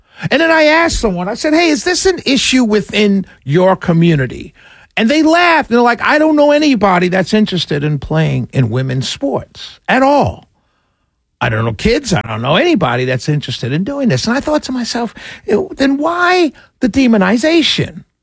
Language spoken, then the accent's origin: English; New York City, New York, United States; So I grew up going to disco clubs growing up in New York City. And so I'm familiar with the community.